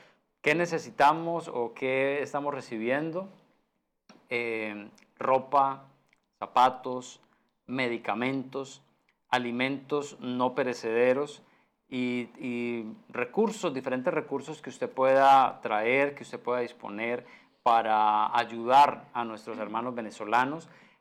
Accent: Colombia

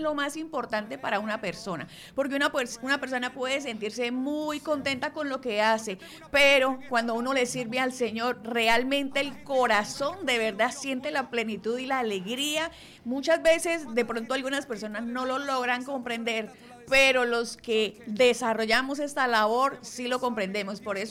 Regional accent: Santander, Colombia; una mujer que es cucuteña, como las santandereanas, que somos

